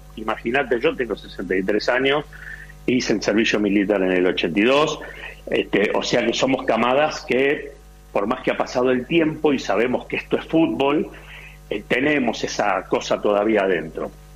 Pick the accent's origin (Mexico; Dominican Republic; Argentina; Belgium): Argentina; moved away as an adult; now in Spain; Entre argentinos lo podemos decir.